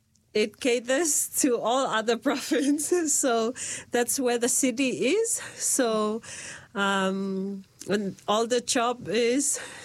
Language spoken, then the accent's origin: English; Bango, Shefa, Vanuatu; So I'm from Shewa province. As Janissa has said, Vanuatu has a big, Vanuatu is small yet big in a way that it has consists of 83 small islands. Shewa province, inside Shewa province, I came from a village called Bango.